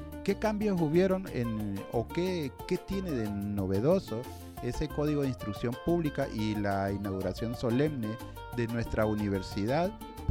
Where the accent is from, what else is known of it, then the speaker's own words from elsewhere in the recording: Honduras; como ciudadanas y ciudadanos de este hermoso país que es Honduras